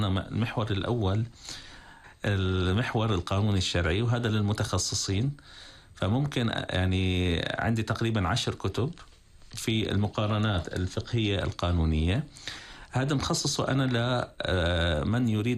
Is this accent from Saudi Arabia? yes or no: no; Syria; ونحن سوريين وطموحين.